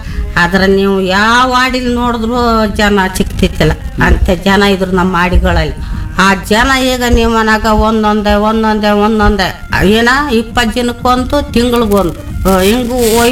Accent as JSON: {"language": "Kannada", "region": "Karnataka", "country": "India", "tie": "born or raised there", "said": "ನಾವು ಹುಟ್ಟುತ್ತ ಇದೇ ಆಡಿ ಬೆಳೆದೋದು ಇದೇ ಆಡಿ ಇದೇ ಊರು"}